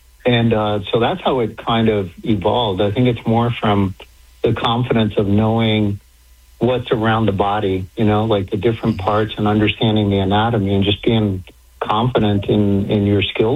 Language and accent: English; Miami, Florida, United States; also born or lived in Cuba; I'm a poor Cuban immigrant. I was born in Cuba, and I came over from Cuba when I was five, grew up in Miami.